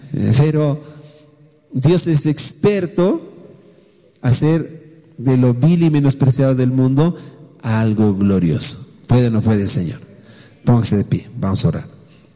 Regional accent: Bolivia; Pero la mayoría de los que estamos aquí somos bolivianos.

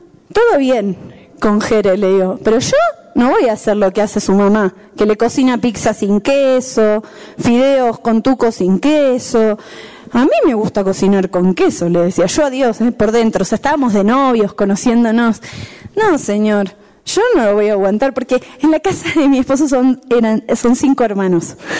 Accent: La Paz, Bolivia; born there; Por más que nací en La Paz, llego de vuelta de un viaje y mi cuerpo se tiene que volver a adaptar

